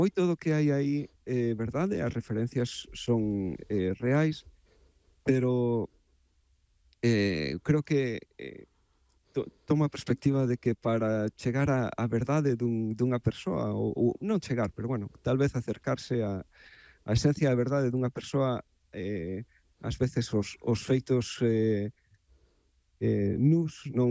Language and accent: Galician; Bueu, Galicia, Spain; moved away as an adult; now in Doylestown, United States; Bueno, eu son de Bueu, vamos, crecín ali toda a miña vida. Vin a Estados Unidos aí como 20 anos máis ou menos, a través dun programa de intercambio.